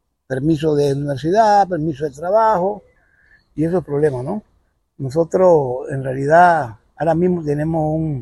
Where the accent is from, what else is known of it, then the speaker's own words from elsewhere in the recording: Panama; Todos somos panameños